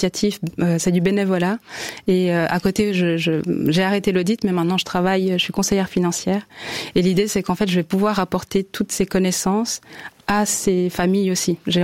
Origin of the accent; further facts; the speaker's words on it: Rwanda; now in Switzerland; J'ai amené les enfants au mois de février et c'était magnifique de leur faire découvrir en fait ma terre natale.